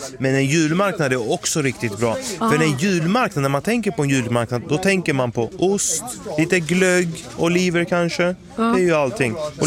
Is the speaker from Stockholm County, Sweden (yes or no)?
no; Skåne, Sweden; jag är ju från Skåne